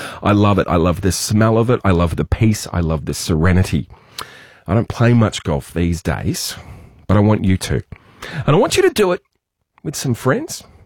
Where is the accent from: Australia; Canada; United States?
Australia; Canberra, Australian Capital Territory; born there; I was born in Canberra. We don't talk about that too much. But I lived on golf courses most of my life, right through until late teenagehood when I moved away for university.